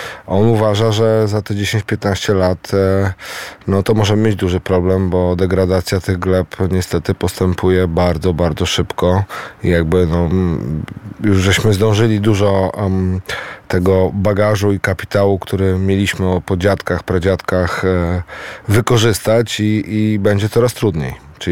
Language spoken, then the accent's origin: Polish; Warmian-Masurian Voivodeship, Poland